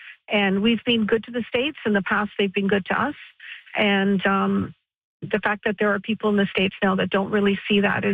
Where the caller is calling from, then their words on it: Canada; we're so Canadian.